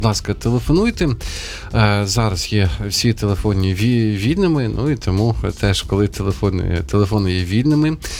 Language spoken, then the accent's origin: Ukrainian; Sumy, Sumy Oblast, Ukraine; друге моє рідне місто, це є Суми, звідки походжу